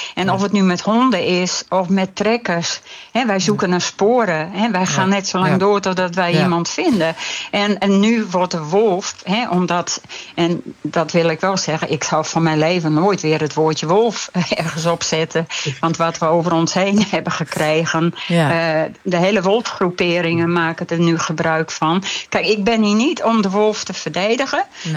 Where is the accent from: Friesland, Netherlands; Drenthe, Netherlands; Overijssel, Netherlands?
Friesland, Netherlands; ik ben zelf een Fries